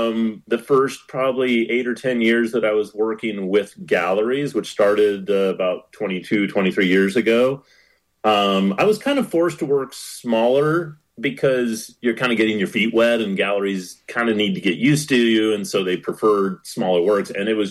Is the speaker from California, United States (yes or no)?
yes; California, United States; growing up on the West Coast